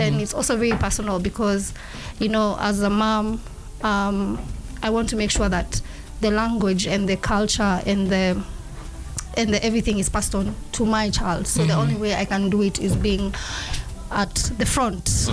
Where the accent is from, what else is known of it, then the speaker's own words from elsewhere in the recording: Central Kenya, Kenya; first language Kikuyu; English is a second language; Unajua sisi watu wa Murima